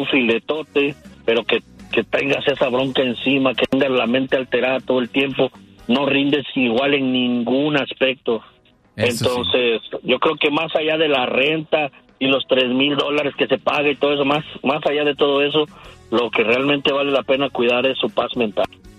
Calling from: Stockton, California, United States; de Stockton

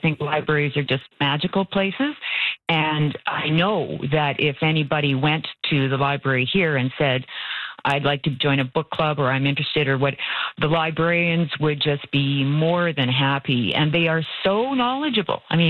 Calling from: Swift Current, Saskatchewan, Canada

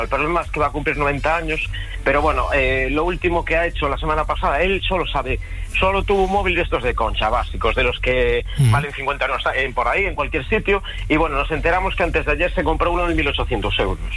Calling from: A Coruña, Galicia, Spain; yo llamo desde La Coruña

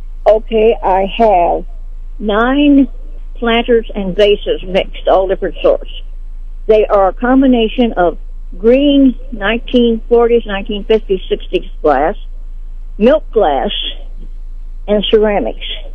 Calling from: Sedalia, Missouri, United States; None of the greenhouses in Sedalia grew any.

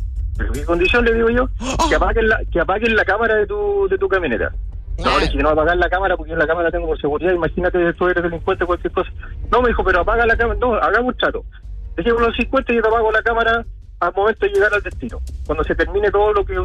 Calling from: La Serena, Coquimbo, Chile; yo soy de acá de Serena.

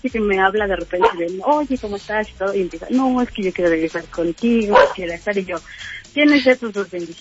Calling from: Mexico City, Mexico; De la Ciudad de México

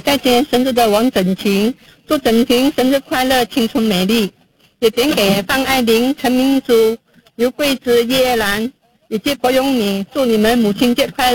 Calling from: Xinjiang, China

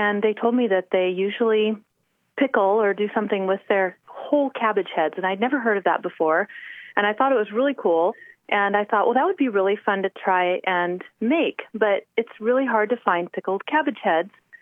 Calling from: Idaho, United States

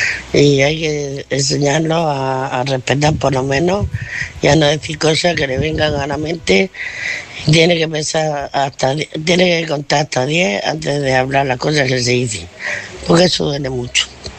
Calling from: Murcia, Region of Murcia, Spain; de Murcia

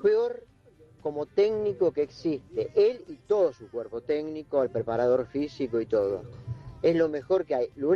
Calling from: General Rodríguez, Buenos Aires Province, Argentina; de General Rodríguez.

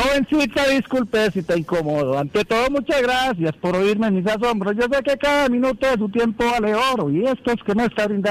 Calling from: Llanos Orientales, Colombia; No, yo soy llanero de los puros llaneros.

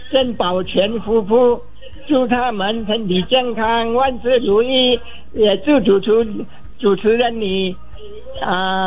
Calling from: Kedah, Malaysia

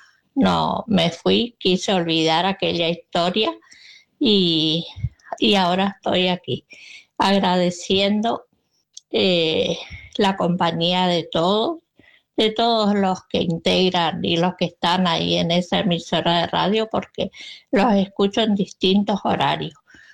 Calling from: Resistencia, Chaco, Argentina; de Resistencia y les voy a comentar hoy. Sí, ¿por qué? Porque se me ocurre, aquí en mi provincia, yo participaba en una emisora de radio, digamos.

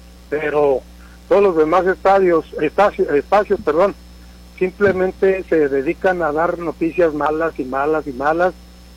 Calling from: Ciudad Juárez, Chihuahua, Mexico; aquí en Juárez

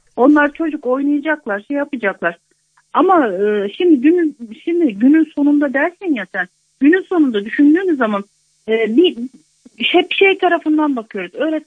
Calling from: Antalya, Turkey; Ben Antalya'dan arıyorum.

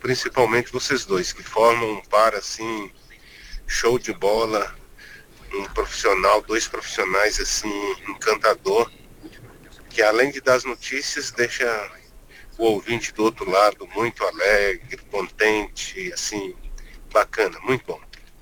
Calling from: Santo Amaro, São Paulo, Brazil; sou aqui de Santo Amaro.

